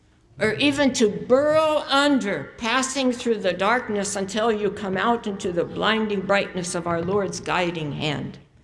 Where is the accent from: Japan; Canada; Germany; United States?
United States; Pittsburgh, Pennsylvania; I'm from the Pittsburgh Steelers area